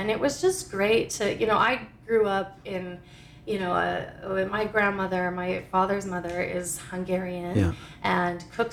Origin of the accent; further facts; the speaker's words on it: Saskatchewan, Canada; I'm from Saskatchewan, guys.